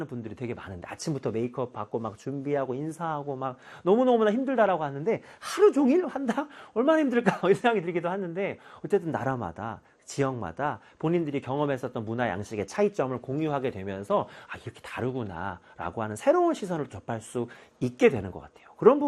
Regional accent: South Korea; 또 우리나라처럼 전통적으로 막 단일 민족, 또 이런 것들을 굉장히 또 강조했었던 그런 사회잖아요.

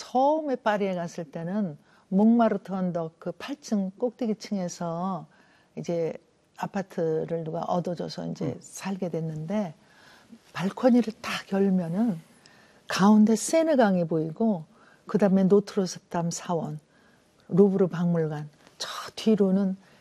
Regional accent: South Korea; now in Paris, France; 그러다가 이제 파리라는 그곳에 살다가 보니까 야 이게 나는 역시 한국 사람이구나.

